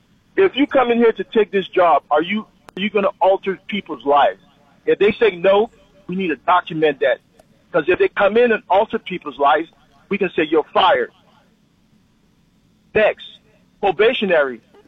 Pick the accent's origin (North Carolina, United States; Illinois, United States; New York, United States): New York, United States; I grew up in New York. I'm proud of where I'm come from. I got Ebonics in my vocabulary, okay?